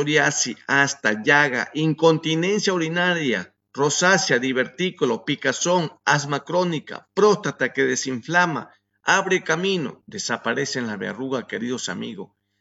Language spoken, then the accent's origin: Spanish; Ecuador; ¿Saben cómo yo soy el ecuatoriano? Solamente el bien.